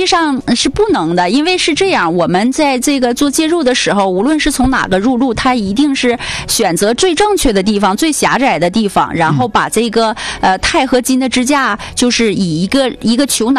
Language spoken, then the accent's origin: Chinese; Northeast China, China; 尤其是咱们东北人比较热情